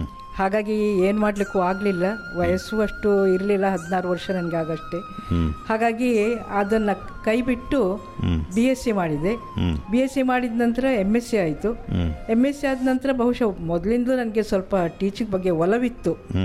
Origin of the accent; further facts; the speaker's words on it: Mumbai, Maharashtra, India; ಮತ್ತೆ ನಾವು 6 ಜನ ಇಲ್ಲಿ ಬೊಂಬೈಯಲ್ಲಿ ಹುಟ್ಟಿದವರು.